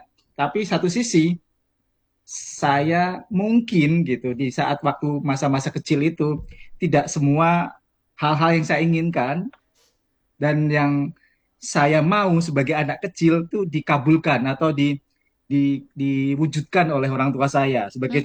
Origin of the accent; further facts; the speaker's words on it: Semarang, Central Java, Indonesia; Kebetulan saya orang Semarang, Mbak.